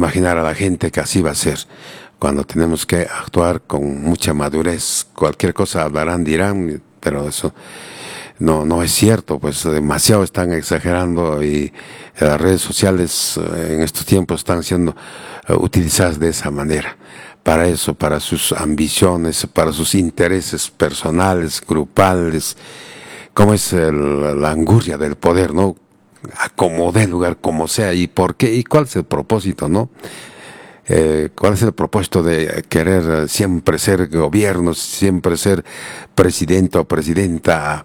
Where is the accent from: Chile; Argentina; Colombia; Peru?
Peru; como buenos peruanos, siempre nuestra música.